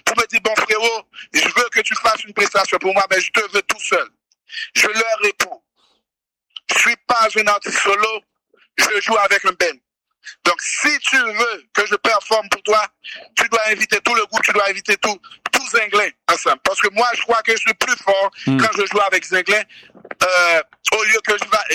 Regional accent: Haiti; Ce qui nous fait défaut en 2026, comme peuple, en tant qu'Haïtien, c'est l'unité.

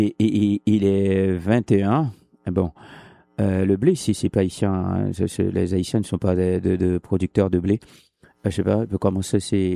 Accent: Haiti; moi je connais pas les produits haïtiens, même si je viens d'Haïti, comme c'est pas mon domaine

